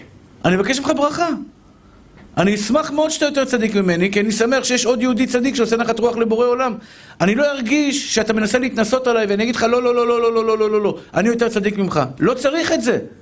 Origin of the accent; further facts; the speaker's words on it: Tel Aviv, Tel Aviv District, Israel; גדלתי בשכונת התקווה שמשחקים כדורגל